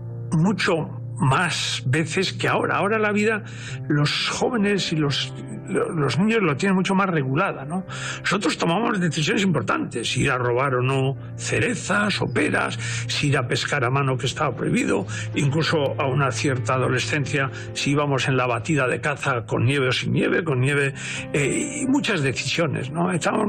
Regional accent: Isaba, Navarre, Spain; Yo soy de Isaba, Valle del Roncal. Es uno de los pueblos más bonitos del País Vasco.

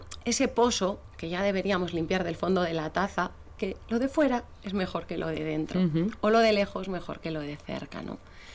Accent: Basque Country, Spain; born there; Mi ama es gallega y mi aita es leonés. Yo nací aquí en Euskadi y entonces...

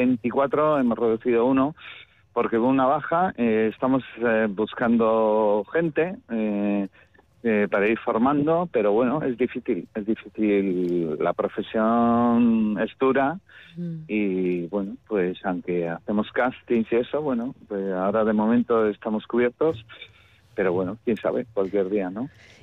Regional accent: Basque Country, Spain; somos vascos y lo llevamos en la sangre y nunca vamos a decir que no somos euskaldunes ni somos de este país

